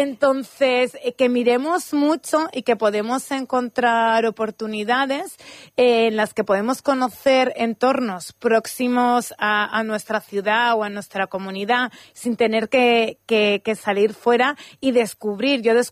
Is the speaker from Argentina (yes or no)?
no; Manzanares, Castilla-La Mancha, Spain; Yo soy de pueblo, pero mi pueblo es grande. 18.000 habitantes, claro. Manzanares.